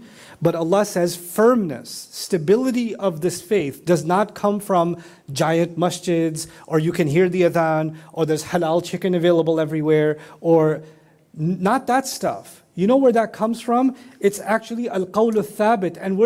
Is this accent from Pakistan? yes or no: yes; Pakistan; now in United States; I mean, I'm from Pakistan. I'm American. I'm very American. I'm very Pakistani. I'm both.